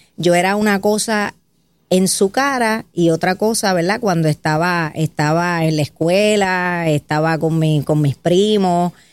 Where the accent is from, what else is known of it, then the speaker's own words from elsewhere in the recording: San Juan, Puerto Rico; also born or lived in United States; Yo soy de Río Piedras.